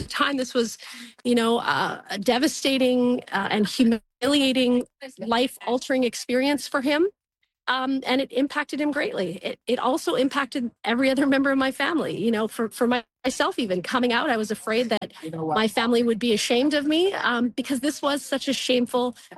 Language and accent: English; British Columbia, Canada; as a British Columbian